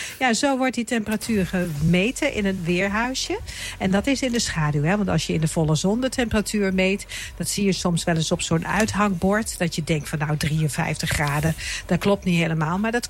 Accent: Overijssel, Netherlands; ik kom uit Twente

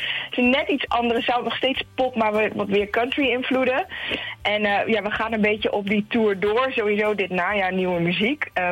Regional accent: Raalte, Overijssel, Netherlands; also born or lived in Nijmegen / Enschede; now in Olst, Netherlands; Nee, geboren en opgegroeid in Raalte. Ik woon nu in Olst sinds een paar jaar...

